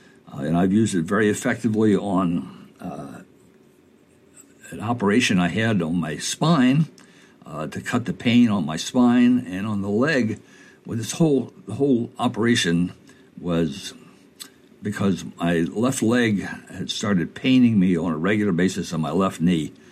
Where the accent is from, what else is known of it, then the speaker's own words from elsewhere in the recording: Dover, Delaware, United States; also born or lived in Rehoboth, Delaware; Technically, I was raised in Dover, Delaware. I went to Cesar Rodney High School. I graduated on the 50th year the high school existed. It's now over 100 years old. I'm 77 years young.